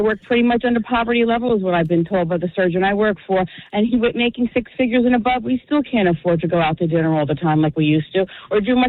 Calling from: Monmouth County, New Jersey, United States; We live in Monmouth County, New Jersey

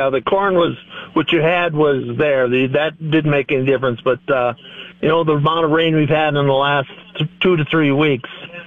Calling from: Mount Vernon, United States; from Mount Vernon.

